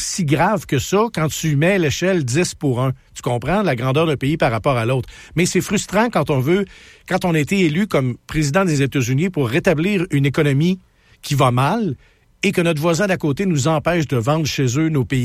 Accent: Canada; now in United States; Moi, les seuls gens qui m'en parlent, c'est ceux qui savent que je suis Canadien

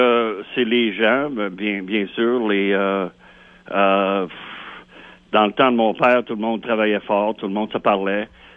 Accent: Quebec, Canada; now in United States; Je suis québécois, mais je vis aux États-Unis.

